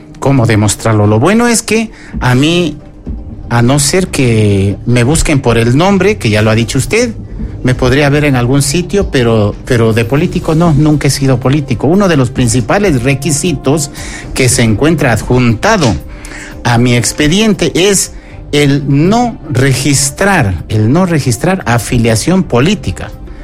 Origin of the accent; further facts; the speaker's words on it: Pichincha, Ecuador; born there; also born or lived in Santo Domingo de los Colorados, Ecuador; now in Cuenca, Ecuador; Yo nací en Santo Domingo de los Colorados, hoy provincia Santo Domingo de los Áchilas. He crecido la mitad de mi vida en Pichincha y hoy me encuentro residiendo aquí en el Azuay durante ya quizás 15 años.